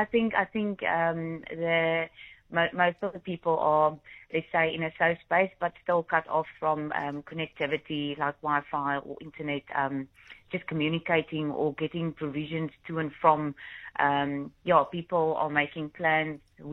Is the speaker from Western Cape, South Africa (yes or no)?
yes; Worcester, Western Cape, South Africa; I was born and raised in Worcester